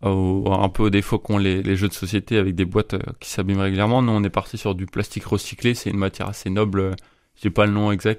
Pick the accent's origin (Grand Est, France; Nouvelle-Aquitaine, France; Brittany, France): Brittany, France; c'est-à-dire que j'ai grandi dans les Côtes d'Armor et maintenant j'ai fait mes études en Ille-et-Vilaine, enfin à Rennes.